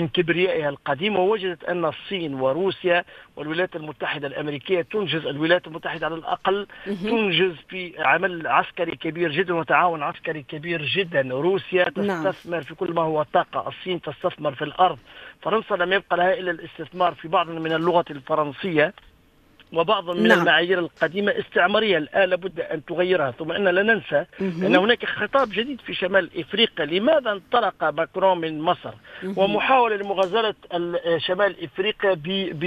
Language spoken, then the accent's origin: Arabic; Tunisia; نحن كدولة تونسية